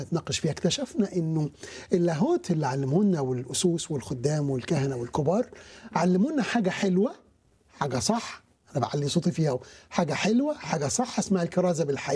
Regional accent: Egypt; قلت له انا مصري

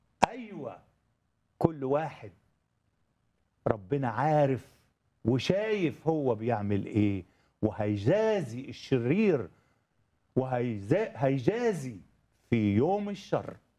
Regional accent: Minya Governorate, Egypt; أنا صعيدي ومن المنيا يعني ومن القرى كمان،

